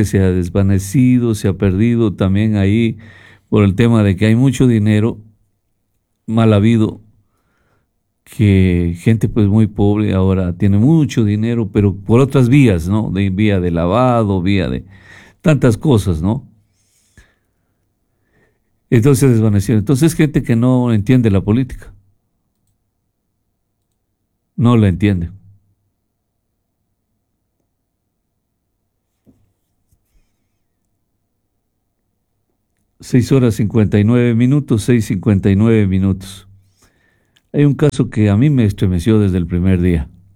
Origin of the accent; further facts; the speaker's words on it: Ecuador; nosotros como ecuatorianos